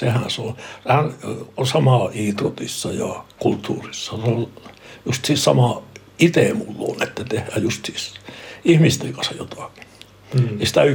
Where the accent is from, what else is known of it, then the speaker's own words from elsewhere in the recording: Kiruna, Norrbotten County, Sweden; moved away; minähän siirryin silloin Suonton jälkeen, kun minä tulin Kiruunasta.